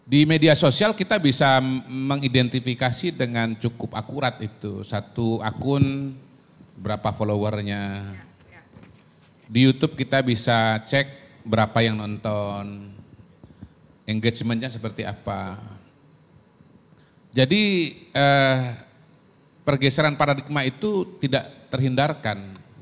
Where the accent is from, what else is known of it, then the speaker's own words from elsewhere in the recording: Palangkaraya, Central Kalimantan, Indonesia; born there; moved away; saya waktu SMP masih era saya di Palangkaraya